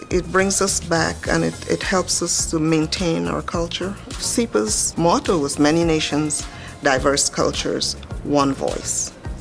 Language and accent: English; Guyana; I am from Guyana, which is located on the north coast of South America.